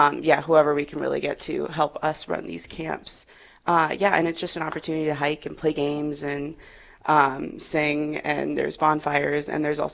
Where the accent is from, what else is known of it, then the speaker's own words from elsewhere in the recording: Rapid City, South Dakota, United States; I am originally from Rapid City, but I recently moved back.